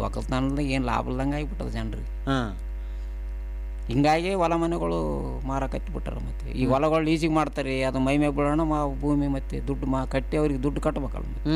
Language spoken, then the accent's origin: Kannada; Arashinagi, Karnataka, India; ನಾನು ಅರಶಿಣಿಯಲ್ಲಿ ಬಿಟ್ಟು ಇನ್ನೊಂದೂರ ಮಕ್ಕಂಡಿಲ್ರಿ.